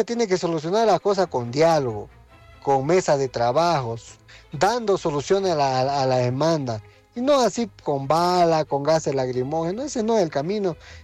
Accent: Bolivia

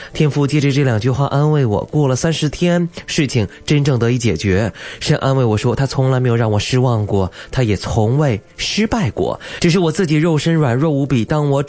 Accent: China; 我们中国人

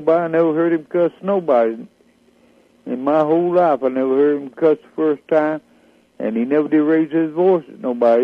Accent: Covington, Georgia, United States; born there; also born or lived in Porterdale, Georgia / Griffin, Georgia; now in McDonough, United States; I was born down there in Covington, and Social Circle ain't very far over there.

